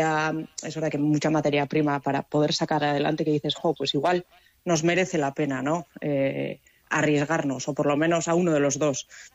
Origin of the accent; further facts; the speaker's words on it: Zarautz, Basque Country, Spain; born there; soy de Zarauz de nacimiento y siempre he vivido en una casa